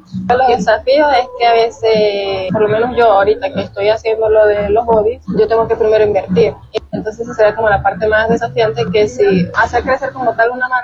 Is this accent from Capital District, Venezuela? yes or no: no; Trujillo, Venezuela; now in Mérida, Venezuela; Yo era estudiante, pues mi hermano y yo vinimos de Trujillo a estudiar aquí en Mérida